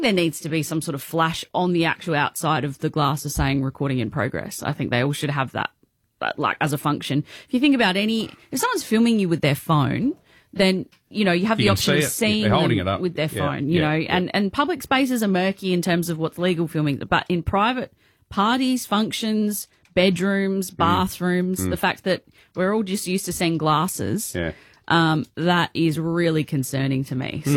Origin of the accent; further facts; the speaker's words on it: Adelaide, South Australia, Australia; You know, I'm from Adelaide.